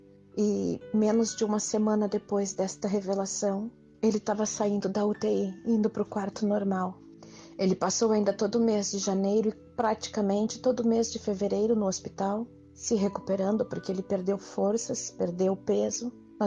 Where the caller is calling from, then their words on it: Gravataí, Rio Grande do Sul, Brazil; sou da cidade de Gravataí, no estado do Rio Grande do Sul